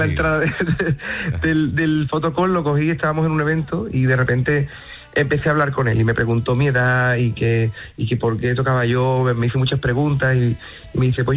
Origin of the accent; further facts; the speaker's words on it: Málaga, Andalusia, Spain; En Málaga, que ha venido a mi pueblo, no lo conozco